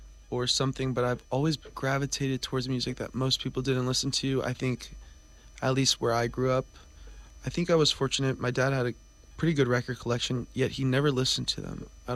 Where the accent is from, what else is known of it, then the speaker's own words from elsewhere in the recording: Tracy, California, United States; moved away as an adult; also born or lived in San Jose, California; now in New York, United States; I'm from Tracy, California. I was born in San Jose though. Lived by the Rose Garden, and then my parents moved to Tracy when I was six. I've lived in New York for 5 years.